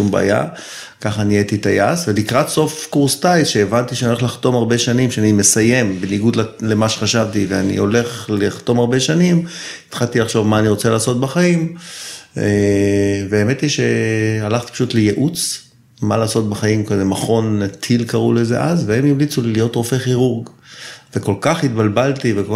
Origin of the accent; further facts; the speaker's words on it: Tel Aviv, Tel Aviv District, Israel; now in Zikhron Ya'akov, Israel; אני תל אביבי במקור, גר היום בזיכון, בן 56, נשוי, אבא לשלוש בנות.